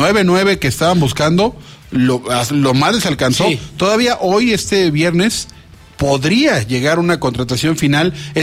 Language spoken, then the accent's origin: Spanish; Zacatecas, Mexico; born there; also born or lived in Tijuana; Yo nací en Zacatecas.